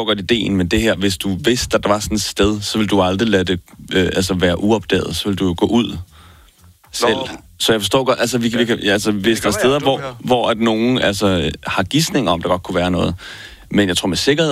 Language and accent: Danish; Smørum, Capital Region of Denmark, Denmark; Altså Smørum, hvor jeg er fra, der skal du bare stikke en skovl i jorden, så finder de et eller andet.